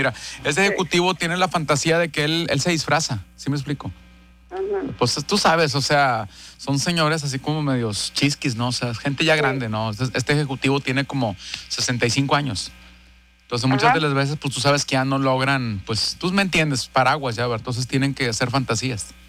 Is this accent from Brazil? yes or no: no; Puebla, Mexico; now in Monterrey, Mexico; yo no soy de aquí, yo soy de Puebla